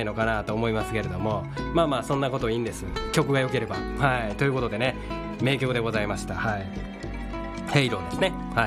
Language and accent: Japanese; Kishiwada, Osaka, Japan; 僕の出身ね大阪岸和田市